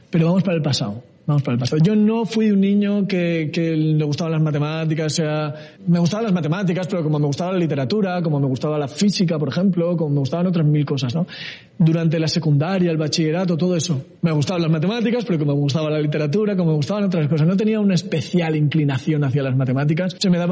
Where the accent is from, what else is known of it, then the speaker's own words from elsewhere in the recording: Logroño, La Rioja, Spain; no había informática en Logroño, de donde yo soy